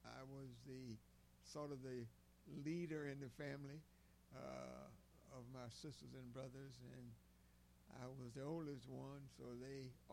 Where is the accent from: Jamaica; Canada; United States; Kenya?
United States; Walls, Mississippi; I grew up in Walls, and I had actually two brothers and two sisters that I lived in a household with.